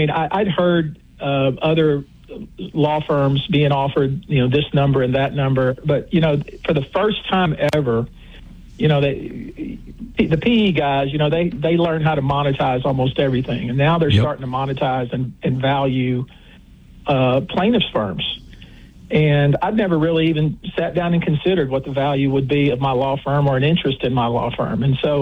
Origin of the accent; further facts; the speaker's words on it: Cass County, Texas, United States; moved away; I came from Cass County. My dad cut meat. My mother drove our school bus.